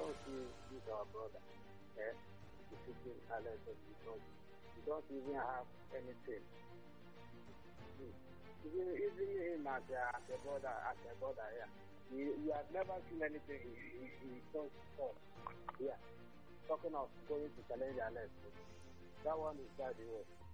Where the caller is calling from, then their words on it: Israel; I'm calling from Israel.